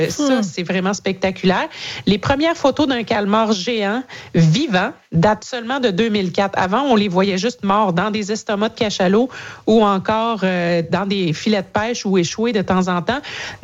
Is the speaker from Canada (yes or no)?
yes; Newfoundland and Labrador, Canada; Première série dramatique Netflix tournée entièrement chez nous à Terre-Neuve